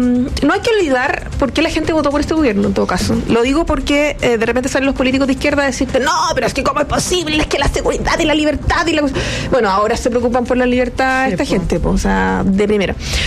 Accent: Chile; Si somos chilenos, no somos otro país, no sé, centroamericano, que quiere cambiar y modificar todo.

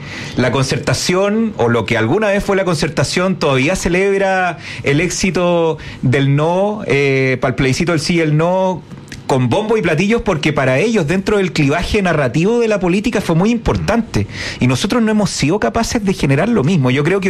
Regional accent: O'Higgins, Chile; Vamos por O'Higgins. Yo soy de Colchagua.

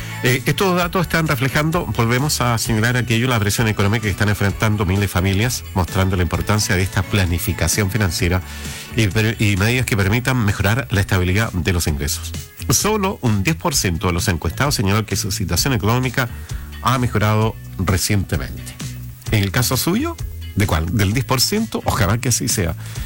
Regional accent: Chile

